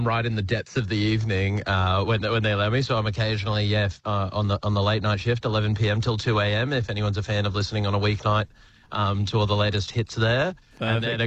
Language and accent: English; Brisbane, Queensland, Australia; now in Melbourne, Australia; I'm from Brisbane originally, so I've done a bit of road tripping sort of to and from Sydney. I'm based in Melbourne now